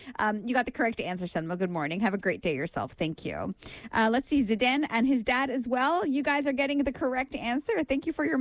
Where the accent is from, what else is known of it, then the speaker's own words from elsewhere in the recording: Canada; moved away; I'm Canadian.